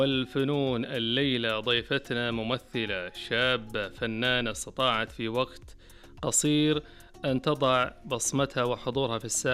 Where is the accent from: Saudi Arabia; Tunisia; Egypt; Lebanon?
Saudi Arabia; عندنا في المملكه